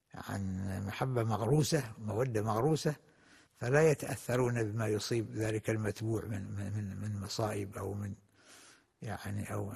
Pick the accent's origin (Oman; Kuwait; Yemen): Oman; مثلا عندنا في عمان تجد الواحد أين يذهب، يعني البلد كلها متكاتفة وكلها متعاونة وكلها متعارفة،